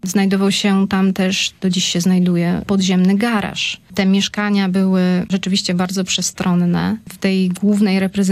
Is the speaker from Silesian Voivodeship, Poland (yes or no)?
no; Gdynia, Pomeranian Voivodeship, Poland; tutaj u nas w Gdyni.